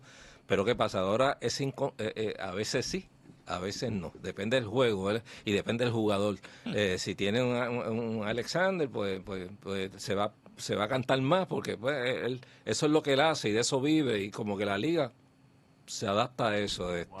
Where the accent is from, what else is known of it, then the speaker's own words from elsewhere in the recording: Puerto Rico; Nosotros que nos criamos allá en Llorén